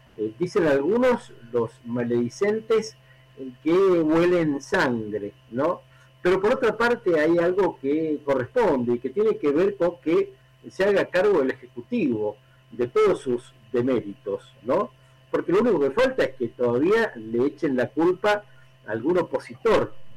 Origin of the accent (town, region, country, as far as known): Argentina